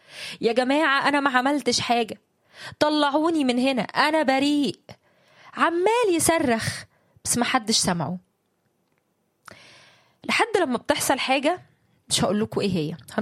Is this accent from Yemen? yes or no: no; Egypt; انا مصرية يا محمد،